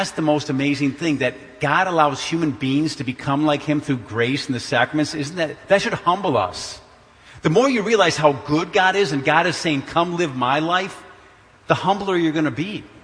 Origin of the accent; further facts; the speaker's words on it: Detroit, Michigan, United States; but I grew up in Detroit.